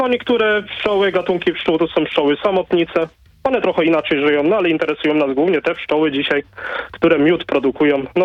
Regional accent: Silesian Voivodeship, Poland; u nas na Śląsku występuje.

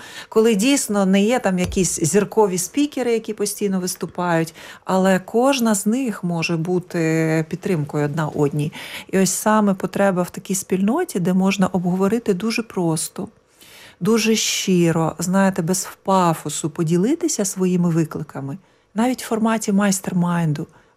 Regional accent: Kyiv, Ukraine; Я з Києва, я живу в Києві вже більше 30 років

